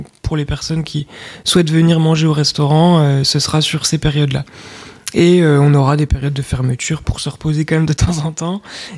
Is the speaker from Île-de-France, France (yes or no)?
no; Besançon, Bourgogne-Franche-Comté, France; puisque nous, on est originaire de Franche-Comté. On vient de Besançon.